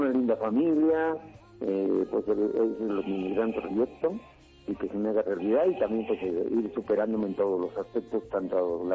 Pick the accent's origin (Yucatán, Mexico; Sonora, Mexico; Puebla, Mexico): Puebla, Mexico; Pero Gabriel Escamilla, que es mi paisano, yo soy de Puebla.